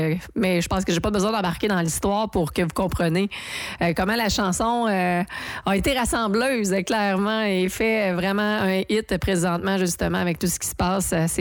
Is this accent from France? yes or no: no; Canada; on porte haut et fier le moment qu'on est Canadien